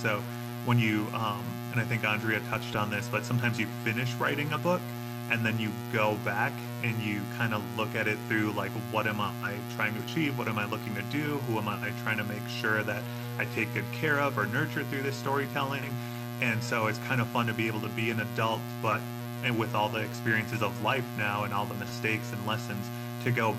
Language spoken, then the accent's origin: English; Red Lake, Minnesota, United States; now in Denver, United States; Like, I live in Denver, but I'm from the Red Lake Indian Reservation in northern Minnesota. And over the past, like, 15 or 20 years of living away from my family and away from my community, you get homesick